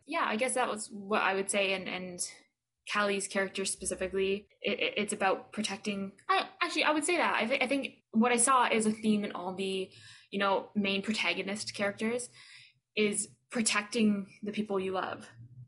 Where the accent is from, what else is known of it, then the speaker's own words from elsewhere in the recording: Toronto, Ontario, Canada; I play Kali, and I'm from Toronto.